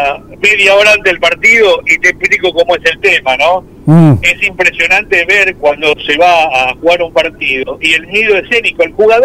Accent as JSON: {"language": "Spanish", "town": "Villa Ballester", "region": "Buenos Aires Province", "country": "Argentina", "tie": "born or raised there", "said": "de mi pueblo, de Villa Ballester"}